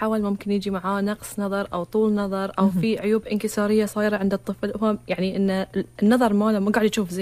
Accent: Bahrain; إحنا كشعب بحريني

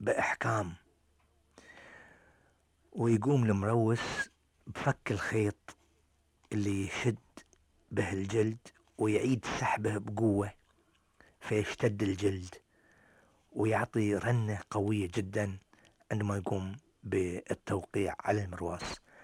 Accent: Bahrain; accent: Bahraini

